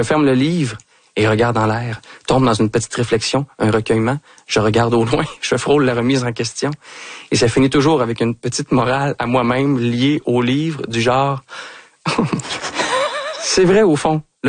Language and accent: French; Brossard, Quebec, Canada; J'ai grandi donc tout près, oui, du 10-30. À l'époque, c'était un champ de patates.